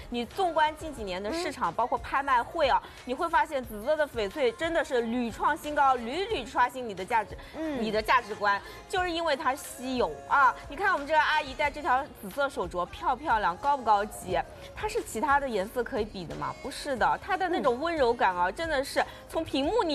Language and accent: Chinese; China; 我们中国人